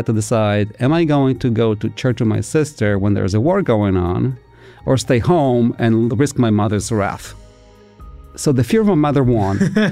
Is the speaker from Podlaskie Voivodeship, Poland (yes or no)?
yes; Augustów, Podlaskie Voivodeship, Poland; moved away as an adult; the little town I grew up in Poland.